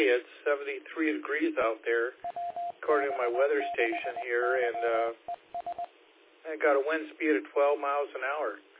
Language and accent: English; Seattle, Washington, United States; also born or lived in Concord; now in California, United States; I grew up in Seattle, but I wouldn't move back because of the rain. There's too much rain up there.